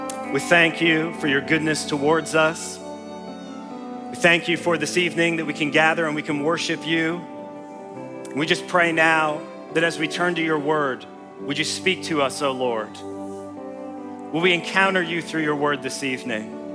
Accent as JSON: {"language": "English", "country": "Canada", "accent": "Canadian", "lives_now": "Linköping, Sweden", "said": "I'm not originally from Linköping, believe it or not. This is not Okhotsk that you are hearing right now. This is English spoken with a Canadian accent, which is by far the most beautiful kind of English there is."}